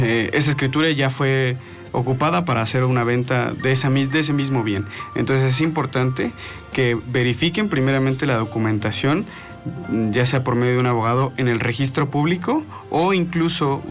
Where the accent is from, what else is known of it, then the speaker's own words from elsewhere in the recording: San Martín Texmelucan, Puebla, Mexico; yo soy de San Martín Texmelucan, entonces mi distrito judicial es de Huejotzingo.